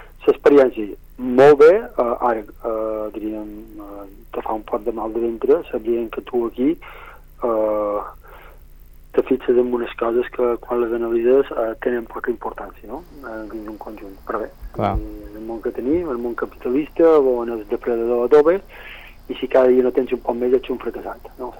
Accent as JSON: {"language": "Catalan", "area": "Mallorca", "region": "Balearic Islands", "country": "Spain"}